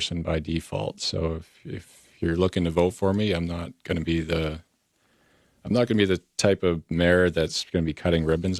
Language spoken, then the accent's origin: English; Ottawa, Ontario, Canada; moved away as an adult; I grew up in West Carleton, just west of Ottawa.